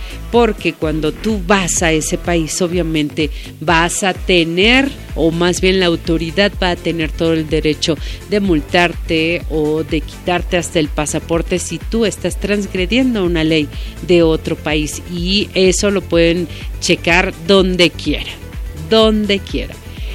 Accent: Mexico

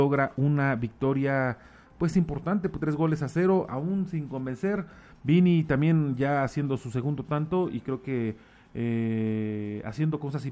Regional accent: Madrid, Community of Madrid, Spain; Sí, hermano, efectivamente, de español. De Madrid.

